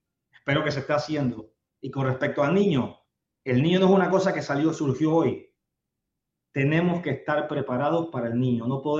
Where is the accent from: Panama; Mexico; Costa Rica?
Panama; Chitré, Herrera; Yo soy de Chitré, yo lo vivo, digamos, en mis carnes, porque yo tengo familia todavía en Chitré.